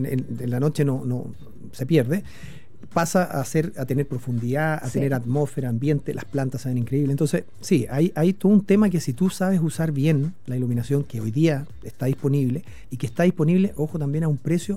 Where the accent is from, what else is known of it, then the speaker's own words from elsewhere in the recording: Chile; Nosotros como chilenos